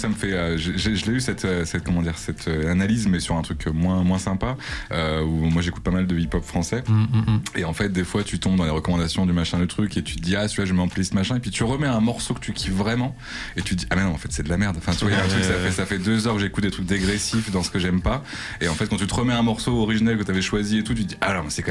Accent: Limoges, Nouvelle-Aquitaine, France; moved away; Moi je suis né à Limoges, j'ai pas d'affect particulier à retourner à Limoges

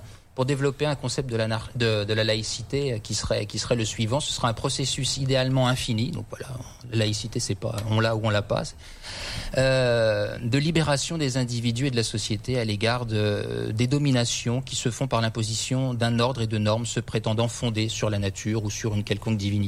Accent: Dijon, Bourgogne-Franche-Comté, France; now in Nevers, France; parce que je suis de Dijon, je suis resté à Dijon.

